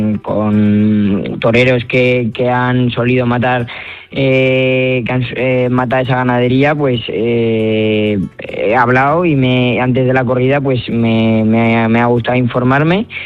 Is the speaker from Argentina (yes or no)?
no; Zaragoza, Aragon, Spain; Y Zaragoza, pues que también es muy importante porque